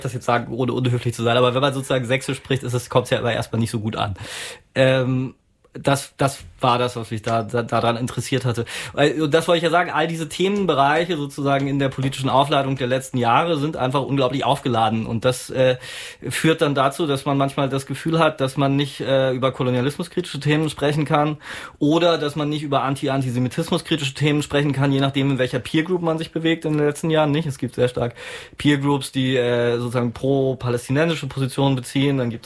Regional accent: East Germany, Germany; ich bin ja auch Ostdeutscher

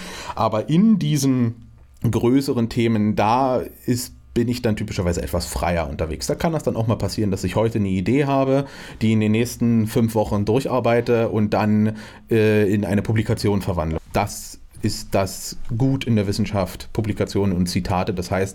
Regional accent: Cottbus, Brandenburg, Germany; born there; moved away; Ich bin nicht in Finsterwalde zur Schule gegangen, sondern ich bin in Cottbus zur Schule gegangen

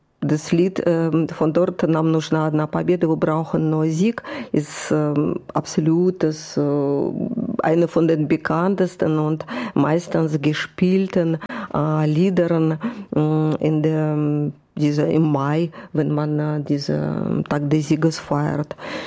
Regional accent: Saint Petersburg, Russia; Das ist St. Petersburg, meine Heimatstadt.

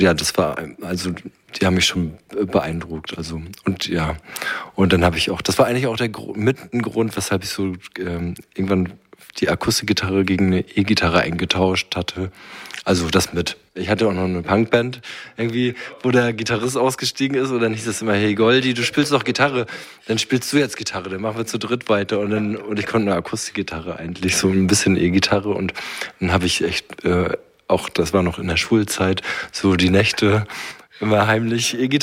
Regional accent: Malchow, Mecklenburg-Vorpommern, Germany; moved away as an adult; also born or lived in Waren; now in Berlin, Germany; ursprünglich komme ich von der Müritz, also oder beziehungsweise aus Malchow. In Waren bin ich geboren, in Malchow aufgewachsen, wohne aber in Berlin, in Köpenick.

